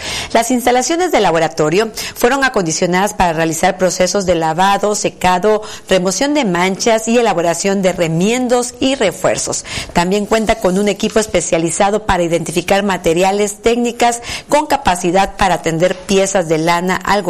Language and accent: Spanish; Chiapas, Mexico; nos identifican como mexicanos y como chiapanecos